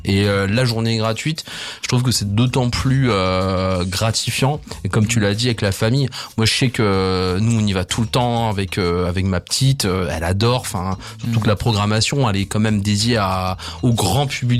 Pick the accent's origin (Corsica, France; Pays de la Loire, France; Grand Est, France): Grand Est, France; Les Grandes-Loges; moi je suis originaire des Grandes Loges et Juvigny, enfin on est voisins